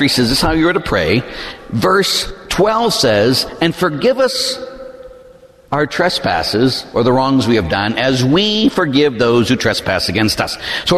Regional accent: Pittsburgh, Pennsylvania, United States; I grew up in Pittsburgh

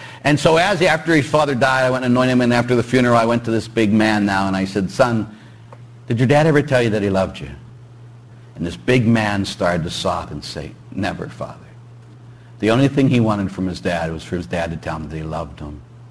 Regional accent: Pittsburgh, Pennsylvania, United States; Again, came clear to me years ago, of course I'm from Pittsburgh, as everybody knows, and both my parents were cops.

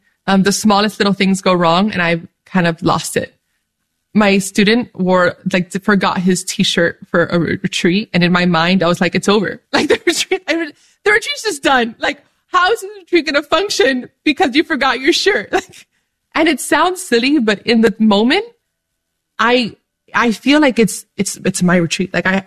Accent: Dominican Republic; for those who do not know, I'm Dominican from the Dominican Republic. But I'm also Arabic. And my grandfather was raised in Bethlehem, you know, where Jesus was born.

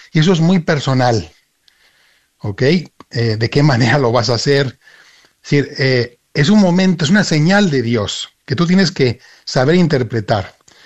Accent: Spain; now in Mérida, Mexico; Yo soy español, aunque vivo aquí en México.

